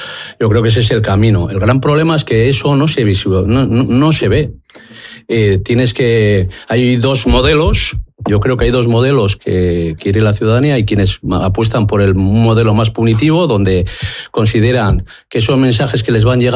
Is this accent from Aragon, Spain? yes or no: no; Basque Country, Spain; Mi padre, trabajador de toda la vida de Burgos, que vino y migró a Bilbao y trabajó como cientos de personas para levantar su sueldo, su familia y su país, que ahora sus hijos pensamos que somos vascos.